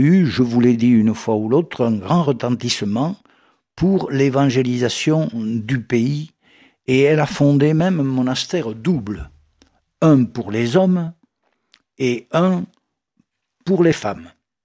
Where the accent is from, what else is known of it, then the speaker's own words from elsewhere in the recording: France; du moins pour chez nous, en France, en Gaule.